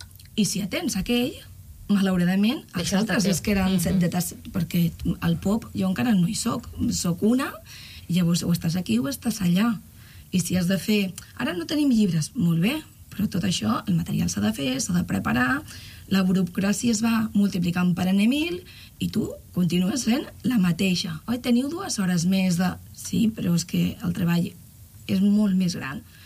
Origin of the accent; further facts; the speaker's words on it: Valencian Community, Spain; Clar, jo vinc de València. Soc valenciana.